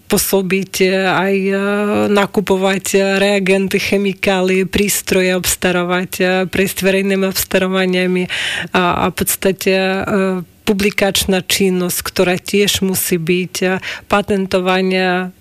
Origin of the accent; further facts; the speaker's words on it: Ukraine; Slovak is a second language; moved away as an adult; now in Slovakia; som mamička z Ukrajiny a v podstate tatino Slovák